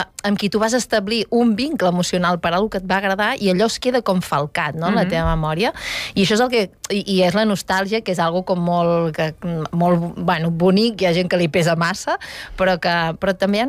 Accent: Girona, Catalonia, Spain; a més soc de Girona

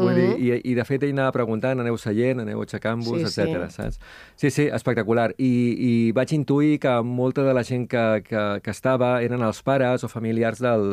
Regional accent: Sant Cugat del Vallès, Catalonia, Spain; al meu poble, Sant Cugat

